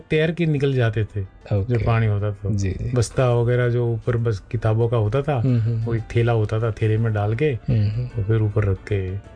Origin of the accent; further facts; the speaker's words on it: Rajasthan, India; also born or lived in Abu Road; जब हमने शिक्षा प्राप्त की 10वीं तक गांव में रह के आबरू रुज आ गए, तो उस समय हमारे गांव में बिजली वगैरह की व्यवस्था नहीं थी